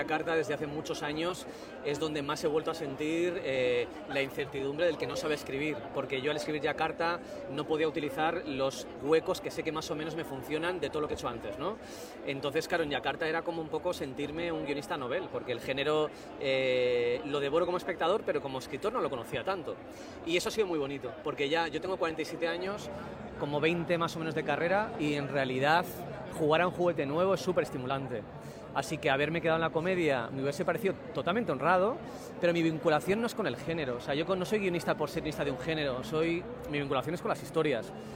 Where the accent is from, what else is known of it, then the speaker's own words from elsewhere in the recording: Irun, Basque Country, Spain; vengo de Irún, que es una ciudad de provincias, que nunca verás en un reportaje sobre los mejores pueblos de España